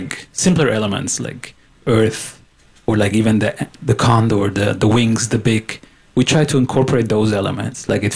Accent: Switzerland; even though we grew up in Switzerland.

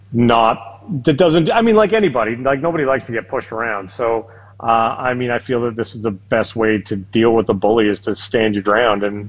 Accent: Canada; I'm a Canadian dealer

